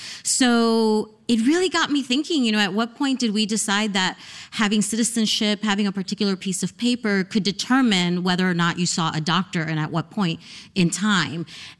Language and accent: English; New Jersey, United States; So I like to tell people I grew up in the United Nations of Latinos, located in New Jersey, not that far from the UN.